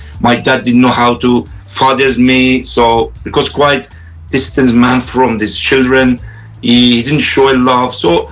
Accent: Iran; moved away as an adult; I was born in Iran. I was raised in Iran until the age of 21.

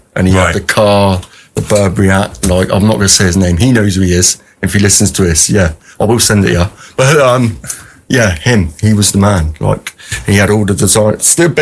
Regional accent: Plymouth, South West England, United Kingdom; Because I come from Plymouth, so it's kind of like, what's going on?

